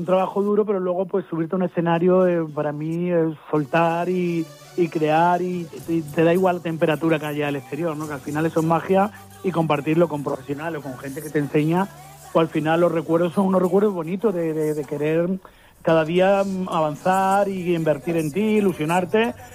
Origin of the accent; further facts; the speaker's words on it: Málaga, Andalusia, Spain; yo de pequeñito, Jaime, empecé con 6 años tocando el piano allí en Málaga, yo soy malagueño.